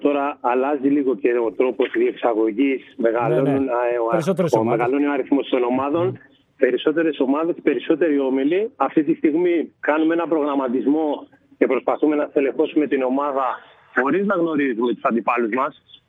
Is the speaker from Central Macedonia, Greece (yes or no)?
no; Keratsini, Attica, Greece; Εγώ είμαι ένα παιδί που γεννήθηκα και μεγάλωσα στην Αμφιάλη, στην περιοχή της Αμφιάλης.